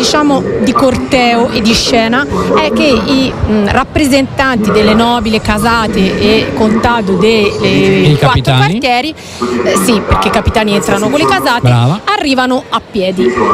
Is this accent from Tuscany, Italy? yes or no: yes; Arezzo, Tuscany, Italy; se siamo aretini da qualche parte s'abiterà, no?